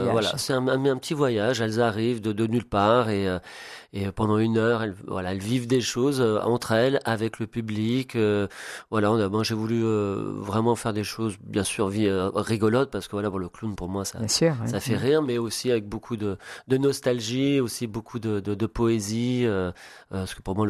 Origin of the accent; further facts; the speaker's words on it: Czechia; mais qui a vraiment marqué la culture de son pays, la République tchèque, c'est là d'où je viens.